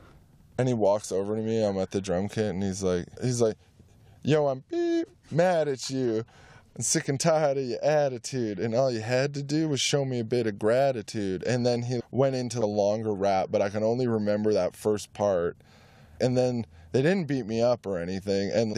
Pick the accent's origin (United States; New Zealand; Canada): Canada; Cumberland, British Columbia; moved away; also born or lived in Calgary; my hometown, which is Cumberland, BC, on Vancouver Island.